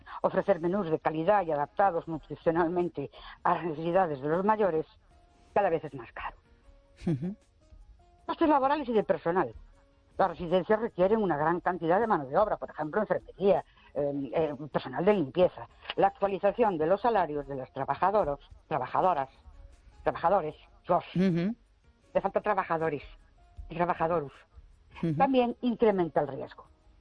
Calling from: Ourense, Galicia, Spain; Buenas noches … de Ourense.

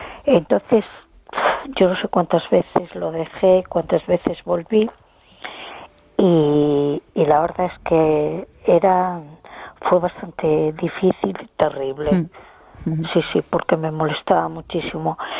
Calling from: A Coruña, Galicia, Spain; de Coruña.

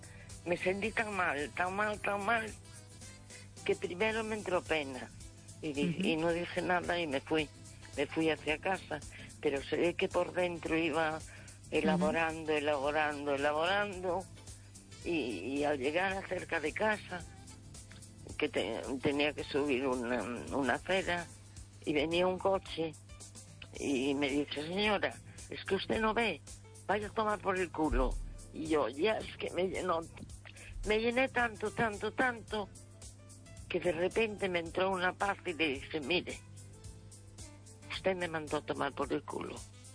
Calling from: A Coruña, Galicia, Spain; Desde La Coruña, sí.

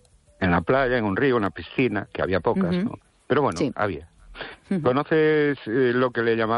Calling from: Ourense, Galicia, Spain; de Orense.

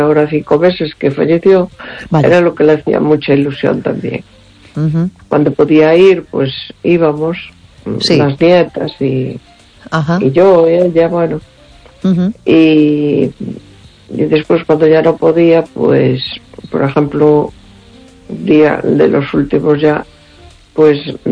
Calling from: A Coruña, Galicia, Spain; de Coruña.

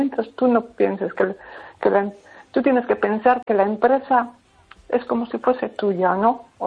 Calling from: Pontevedra, Galicia, Spain; de Pontevedra.

